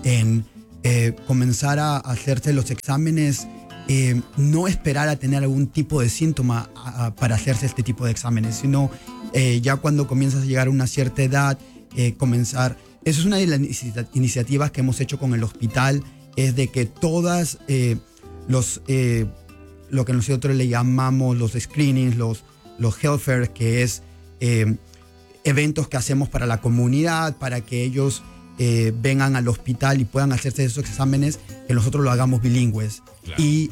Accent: Lima, Peru; now in United States; Yo vengo de Lima, de Perú. Ya llevo ya casi 17 años aquí en Estados Unidos. Vine a través de una beca deportiva de fútbol y ya me establecí en el área de Nebraska.

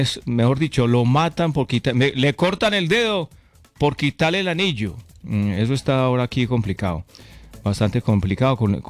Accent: Concordia, Antioquia, Colombia; Parce, en mi pueblo hay unos ¿cómo es que se llama eso? De esos policías acostados que no tiene, le toca parar. Parce, esos parecen muros, hermano, en Concordia.

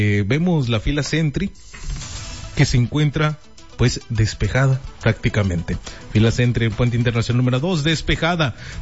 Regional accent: Mexico; de nosotros como mexicanos

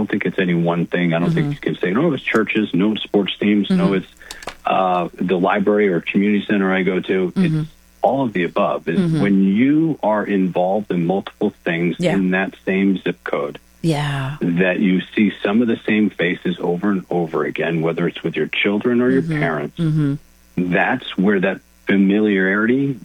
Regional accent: Boston, Massachusetts, United States; And I grew up in Boston. I'm supposed to hate New York.

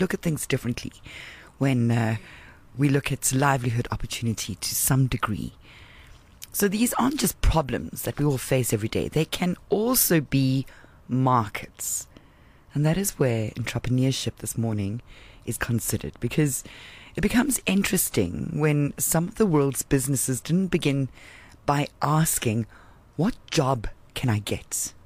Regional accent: South Africa; as a South African, we certainly have no shortage of problems to solve.

